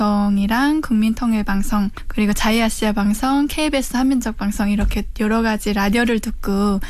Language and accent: Korean; Kaechon, South Pyongan, North Korea; moved away as an adult; now in South Korea; 저희 고향은 평안남도 개천시입니다.